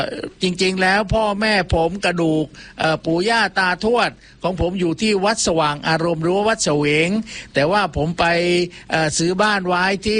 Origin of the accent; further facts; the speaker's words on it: Ko Samui, Surat Thani, Thailand; ผมเป็นคนบ้านเกิดอยู่เกาะสมุยนะครับผมเป็นนักจัดรายการนะเกิดที่สมุยเนาะไม่ใช่อยู่ที่บ้านดอนนะครับแต่ถึงอย่างไรเราก็อยู่จังหวัดสุราษฎร์ธานีเหมือนกันนะครับ